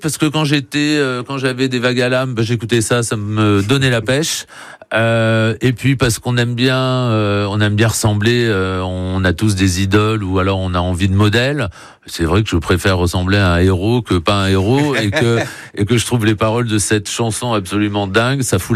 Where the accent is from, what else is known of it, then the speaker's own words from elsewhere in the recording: Biarritz, Nouvelle-Aquitaine, France; born there; also born or lived in Los Angeles; j'ai toujours gardé le même noyau d'amis que j'ai rencontré d'ailleurs au lycée, au collège à Biarritz, quand j'ai fait mes études ici.